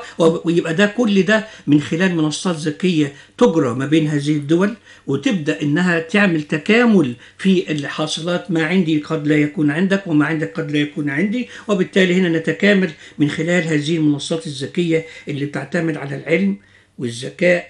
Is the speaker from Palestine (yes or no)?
no; Egypt; والارض اللي عندنا في مصر